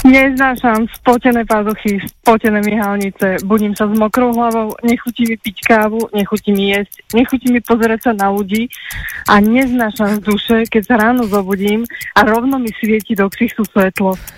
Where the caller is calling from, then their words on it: Bratislava, Bratislava Region, Slovakia; Ja som z Nusnej Bratislavy